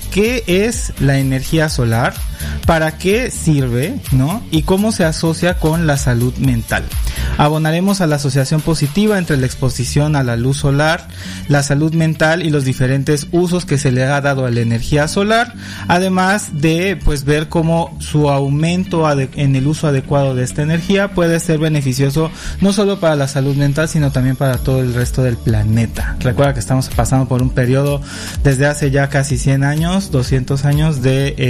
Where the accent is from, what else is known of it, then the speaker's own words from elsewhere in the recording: Chiapas, Mexico; Yo viví 2 años en Monterrey, viví 1.5 en Tijuana. No cambio mi Chiapas por nada, la verdad.